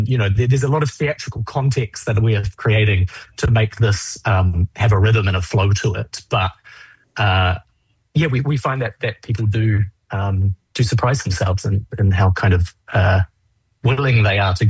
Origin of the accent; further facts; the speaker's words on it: New Zealand; Growing up in New Zealand, it was very much puberty was the kind of focus.